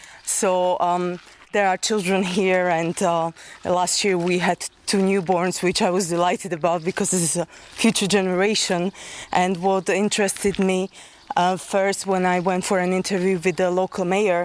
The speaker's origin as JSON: {"language": "English", "country": "Slovakia", "also_born_or_lived": "Ireland", "moved": "yes", "lives_now": "Holašovice, Czechia", "said": "I'm from Slovakia"}